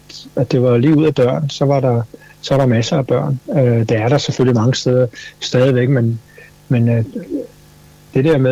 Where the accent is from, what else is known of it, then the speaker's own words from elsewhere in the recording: Copenhagen, Capital Region of Denmark, Denmark; also born or lived in Vesterbro, Copenhagen; Jeg voksede op i Urbanplan. Vi kom ud fra Vesterbro, og jeg flyttede derud, da jeg var 4 år gammel, og det var jo ikke bygget færdigt